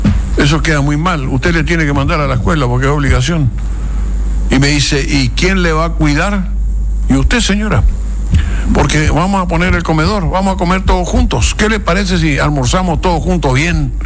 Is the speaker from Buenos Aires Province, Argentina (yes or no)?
yes; La Plata, Buenos Aires Province, Argentina; Yo vengo de Buenos Aires, de la Plata, imagínese.